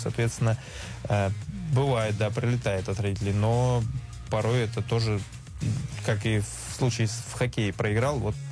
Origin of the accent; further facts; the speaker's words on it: Ural, Russia; я тоже с Урала